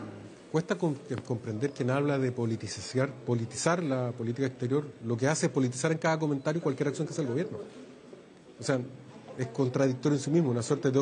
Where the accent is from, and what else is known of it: Chile